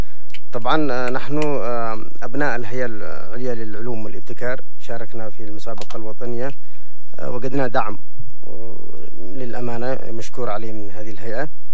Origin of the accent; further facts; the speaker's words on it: Yemen; فبطبيعتنا إحنا كيمنيين إحنا مجتمع زراعي